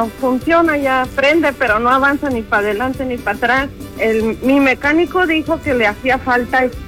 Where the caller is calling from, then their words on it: Mexico City, Mexico; De la Ciudad de México.